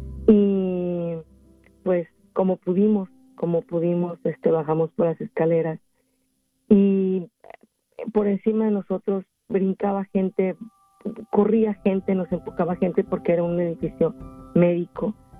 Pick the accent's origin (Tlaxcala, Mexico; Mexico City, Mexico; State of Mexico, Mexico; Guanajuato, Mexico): Mexico City, Mexico; now in California, United States; Yo vivía en mi ciudad natal, que es la Ciudad de México.